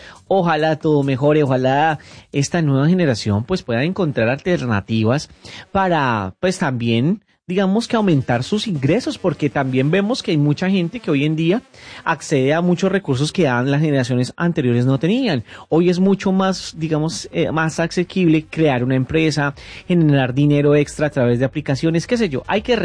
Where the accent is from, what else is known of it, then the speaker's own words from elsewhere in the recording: Colombia; yo soy colombiano, y desde que tengo uso de razón, Colombia ha estado en crisis, y en guerra y en violencia.